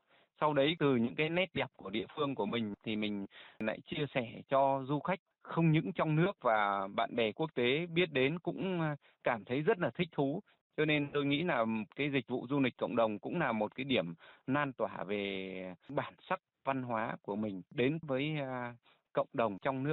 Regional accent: Thai Nguyen, Vietnam; born or raised there

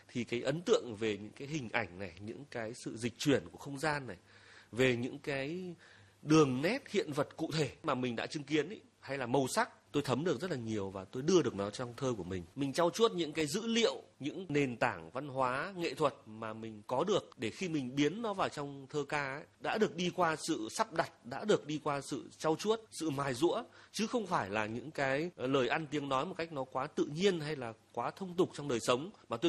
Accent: Hà Đông, Hanoi, Vietnam; Thế cho nên là mình lớn lên ở Hà Đông, trong khi quê ngoại và quê nội của mình là làng và là phố thì đều gần ở đó.

